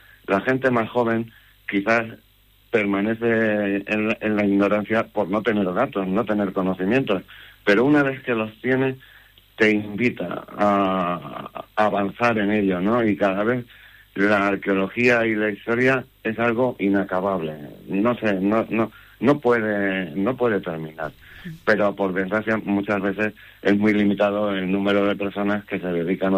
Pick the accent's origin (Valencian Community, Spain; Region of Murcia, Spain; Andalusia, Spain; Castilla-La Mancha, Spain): Castilla-La Mancha, Spain; Puertollano; No, soy de Puerto Llano